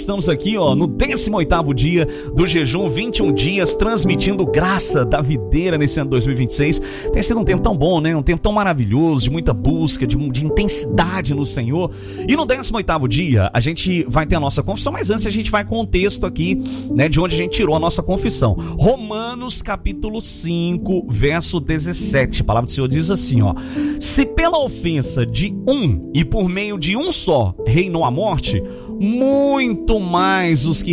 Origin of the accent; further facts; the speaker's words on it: Minas Gerais, Brazil; eu sou de Minas Gerais